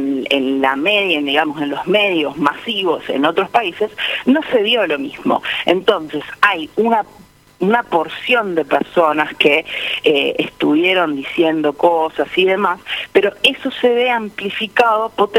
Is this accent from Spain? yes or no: no; Argentina; me odian ahora que soy argentina, ¿no?